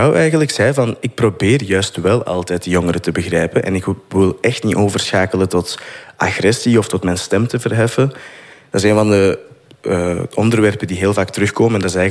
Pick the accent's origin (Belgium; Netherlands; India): Belgium; Turnhout, Flanders; Ja, ik ben van Turnhout, van Twee het Raad Dubbel Nul. Je kunt hem soms wel horen in mijn ellen en mijn